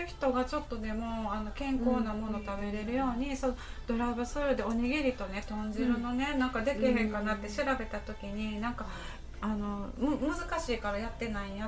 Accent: Izumiotsu, Osaka, Japan; 私の地元はあの泉大津市っていう

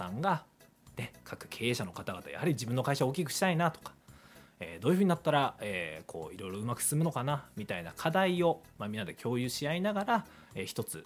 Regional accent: Otaru, Hokkaido, Japan; 私は北海道の小樽市出身なんですね

